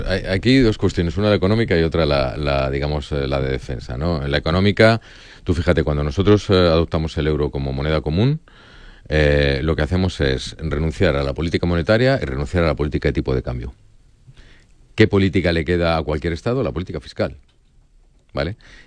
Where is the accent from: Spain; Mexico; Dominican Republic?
Spain